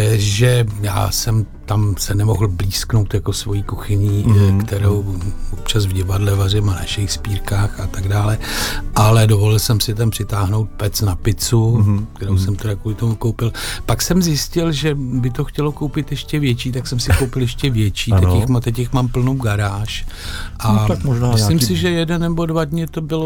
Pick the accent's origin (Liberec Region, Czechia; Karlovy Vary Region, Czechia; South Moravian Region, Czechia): South Moravian Region, Czechia; Topolany; my jsme od Vyškova kousek z Topolen z takového hospodářství